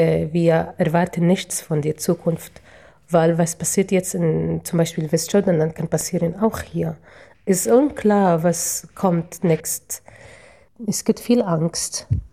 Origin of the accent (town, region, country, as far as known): Arraba, Northern District, Israel; born or raised there; German is a second language; moved away as an adult; now in Bolzano, Italy